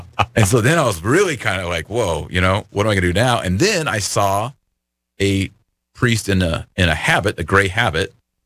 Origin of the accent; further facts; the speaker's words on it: Fort Worth, Texas, United States; I said, Fort Worth, Texas.